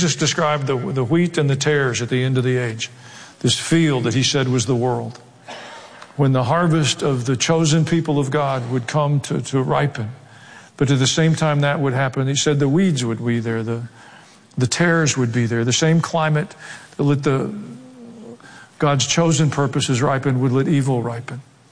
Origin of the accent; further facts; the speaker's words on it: the South, United States; accent: southern; hear me preach in my southern accent, in their language